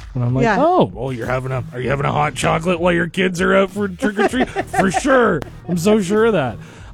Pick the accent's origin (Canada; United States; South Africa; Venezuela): Canada; Peterborough, Ontario; And then we went to a Pete's game one time. I'm from Peterborough. So OHL game.